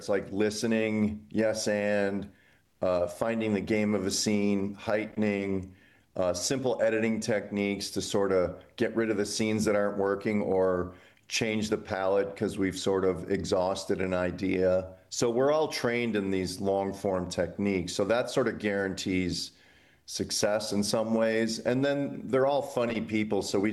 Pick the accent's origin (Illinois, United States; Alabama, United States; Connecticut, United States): Illinois, United States; And I grew up in Illinois, and so I traversed Nebraska many times by car